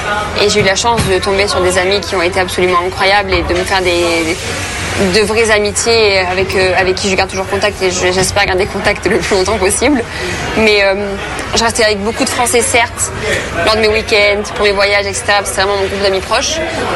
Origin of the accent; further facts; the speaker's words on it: France; moved away as an adult; now in Australia; Le fait que je sois française